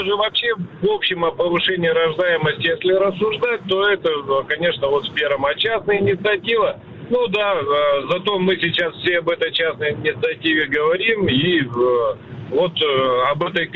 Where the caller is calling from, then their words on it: Yekaterinburg, Sverdlovsk Oblast, Russia; Екатеринбург.